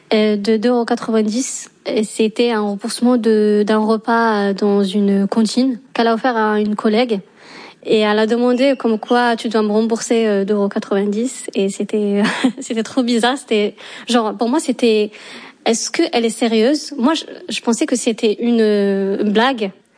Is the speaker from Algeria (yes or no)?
yes; Algeria; now in Paris, France; j'ai 27 ans, je suis algérienne et je suis étudiante en Master 1 Santé publique à Paris-Cité.